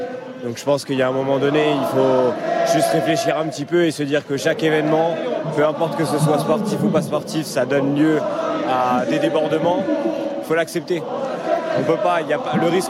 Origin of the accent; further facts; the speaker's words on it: Nouvelle-Aquitaine, France; Je viens du Pays Basque et des Landes, donc ouais.